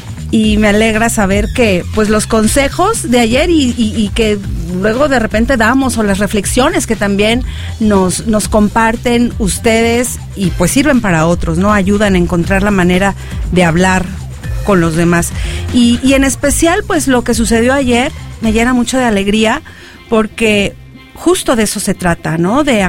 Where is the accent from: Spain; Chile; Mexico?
Mexico; Tulancingo, Hidalgo; born there; la ciudad de Tulancingo, Hidalgo, mi tierra natal.